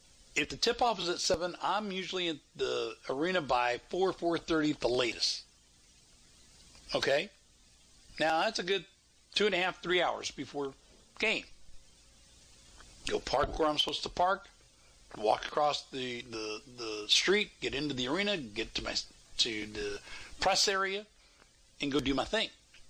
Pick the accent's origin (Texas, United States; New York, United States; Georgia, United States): Texas, United States; And I'm a native Texan, man. I was born and I was raised here. I'm as psycho Texan as you can get.